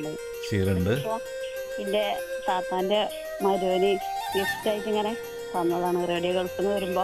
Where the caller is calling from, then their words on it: Ponnani, Kerala, India; Ponnani.